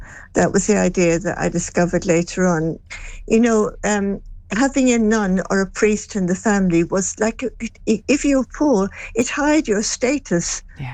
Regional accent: Limerick, Munster, Ireland; born there; Well, I was born in Limerick.

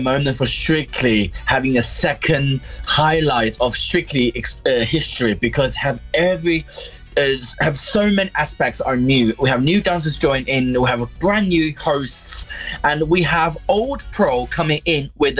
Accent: China; English is a second language; But growing up in China, sort of like dancing is not always the first choice the family will choose for you as a boy.

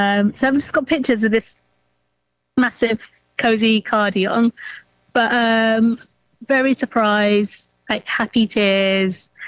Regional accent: South East England, United Kingdom; So I'm from Surrey.

